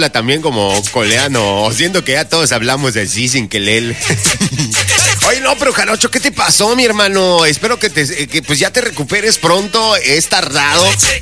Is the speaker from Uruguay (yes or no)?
no; Mexico; born there; now in Mérida, Mexico; Qué bonito que nacimos en México, ¿verdad?